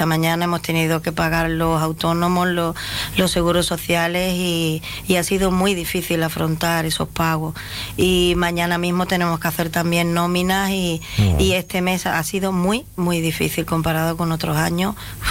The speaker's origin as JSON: {"language": "Spanish", "region": "Ceuta", "country": "Spain", "tie": "born there", "said": "yo soy nacida aquí en Ceuta, de padres ceutíes también, todos mis hermanos, toda la familia. Y nosotros aquí, quiera o no, al vivir junto a la frontera"}